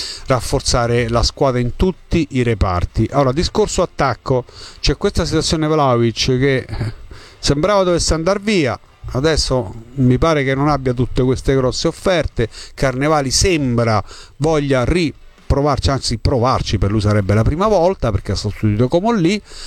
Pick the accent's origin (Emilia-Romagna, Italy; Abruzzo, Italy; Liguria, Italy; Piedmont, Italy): Abruzzo, Italy; Da buon abruzzese insisto fino a quando tu, certo.